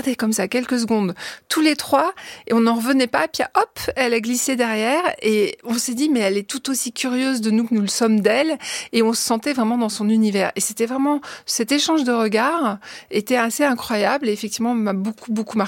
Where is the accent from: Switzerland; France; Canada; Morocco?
France; Corsica; je suis corse, donc j'ai toujours vécu un pied sur terre et une palme dans l'eau.